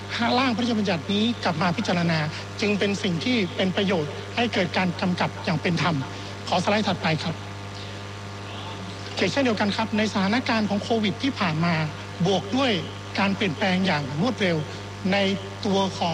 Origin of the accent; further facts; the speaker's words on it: Chiang Rai, Thailand; ผมมาจากจังหวัดเชียงราย